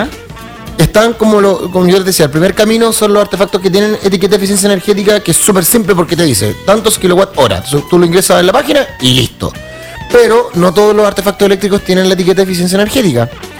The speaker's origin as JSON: {"language": "Spanish", "town": "Concepción", "region": "Biobío", "country": "Chile", "said": "yo soy de Concepción."}